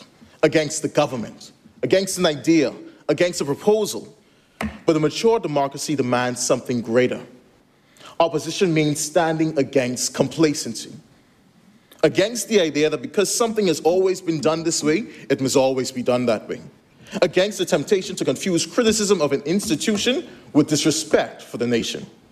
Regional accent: North Caicos, Turks & Caicos Islands; growing up in North Caicos, I was a proud Baptist boy.

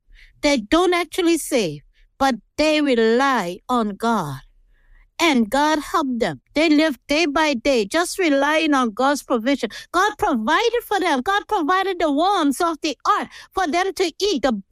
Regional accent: North Caicos, Turks & Caicos Islands; I grew up in North Caicos, where there's a variety of species of birds.

